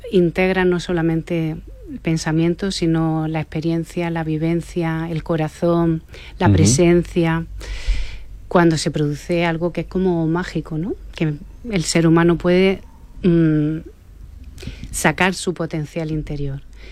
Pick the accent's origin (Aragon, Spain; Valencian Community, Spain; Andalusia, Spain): Andalusia, Spain; Como ha dicho bien Leticia, vengo de Almería, de un pueblo pequeño.